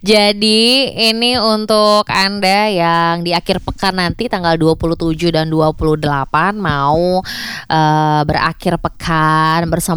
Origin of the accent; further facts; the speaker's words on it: Jakarta, Indonesia; Saya sebagai warga Jakarta